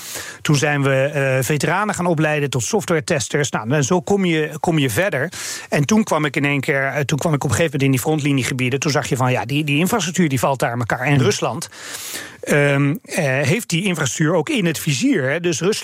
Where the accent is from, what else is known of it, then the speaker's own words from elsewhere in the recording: Noordwijk, South Holland, Netherlands; Ik ben een dorpeling uit Noordwijk, dus ik heb een andere realiteit.